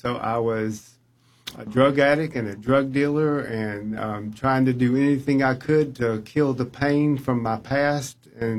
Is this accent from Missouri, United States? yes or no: no; Augusta, Georgia, United States; born there; I was born in Augusta, Georgia.